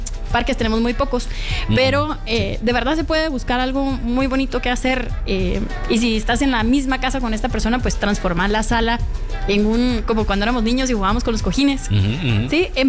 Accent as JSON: {"language": "Spanish", "country": "Guatemala", "said": "Entonces ya fijo, sí soy chapín."}